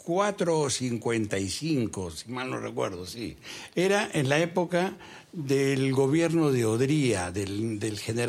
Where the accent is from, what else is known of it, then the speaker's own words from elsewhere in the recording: Arezzo, Tuscany, Italy; Spanish is a second language; Es el centro de Italia y soy de Arezzo, Firenze.